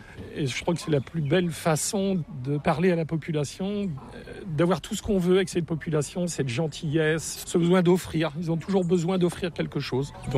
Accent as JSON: {"language": "French", "town": "Brest", "region": "Brittany", "country": "France", "said": "Oui, je viens de Brest, Plougasel d'Aoulas"}